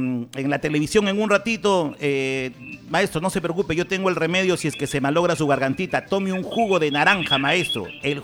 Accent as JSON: {"language": "Spanish", "area": "Huancabamba, Ayabaca", "region": "Piura", "country": "Peru", "moved": "yes", "said": "toda la gente de mi tierra, de Huancabamba, Ayabaca, bien por esta zona."}